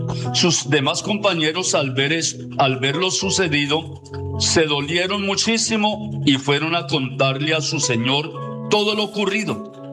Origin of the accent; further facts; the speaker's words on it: Colombia; Los colombianos necesitamos ser unidos.